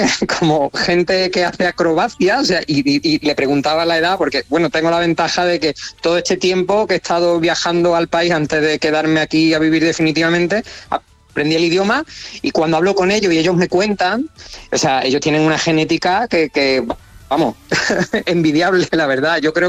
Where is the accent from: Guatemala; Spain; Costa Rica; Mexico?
Spain; Seville, Andalusia; yo soy sevillano, yo soy de Sevilla